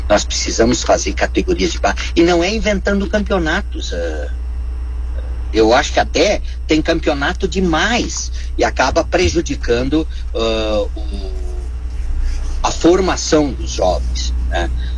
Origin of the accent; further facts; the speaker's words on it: Brazil; continuo sendo brasileiro, torcendo pelo Brasil